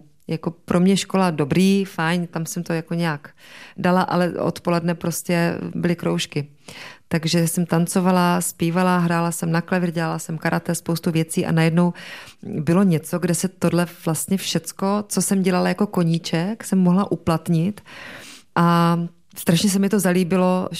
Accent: Hodonín, South Moravian Region, Czechia; Já jsem měla krásné dětství, a když se řekne slovo dětství, tak já to mám zalitý opravdu sluncem, protože jsem vyrůstala ve velmi milující rodině.

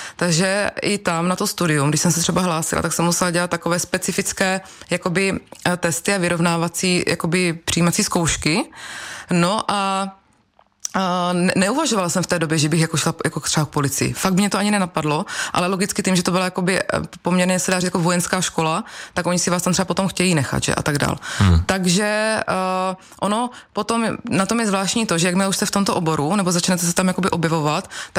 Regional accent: South Moravian Region, Czechia; now in České Budějovice, Czechia; Je to tak, já jsem původem z Jižní Moravy, což si myslím, že možná i posluchači v průběhu rozhovoru asi uslyší.

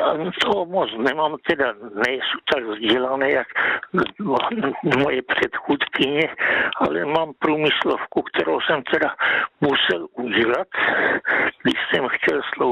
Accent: Ostrava, Moravian-Silesian Region, Czechia; born there; já od mládí jsem byl jako v Ostravě

